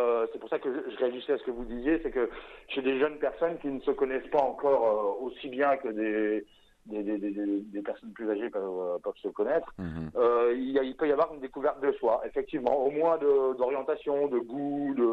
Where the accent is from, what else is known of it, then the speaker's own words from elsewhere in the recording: Longwy, Grand Est, France; moved away; Moi, je sais que j'ai dit que j'étais parti de Longwy assez tôt, quand j'étais plus jeune.